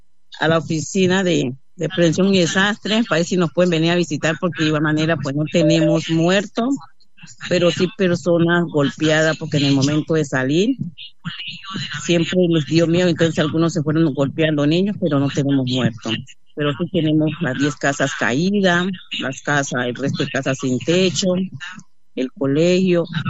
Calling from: Valle del Cauca, Colombia; Del Consejo Comunitario de Tapal Humana de Río Anchicayá.

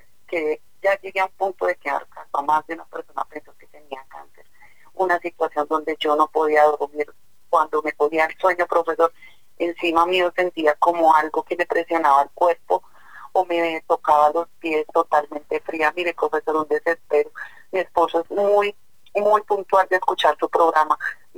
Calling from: Bogotá, Colombia; Suba, Lisboa, acá en Bogotá.

